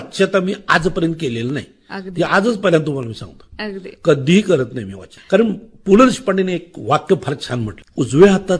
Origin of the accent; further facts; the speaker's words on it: Ajara, Maharashtra, India; आमच्याकडे आजऱ्याला एक ग्रंथालय आहे, जे पटवर्धन सरकार इचलकरंजी त्यांनी केलेलं आहे. ते त्यांचं संस्थान होतं, आमचं गाव त्यांचं संस्थान होतं.